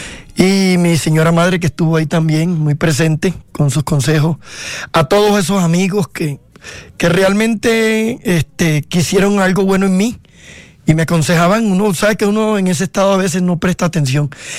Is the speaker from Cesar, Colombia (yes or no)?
yes; Valledupar, Cesar, Colombia; Yo soy vallenato de Valledupar.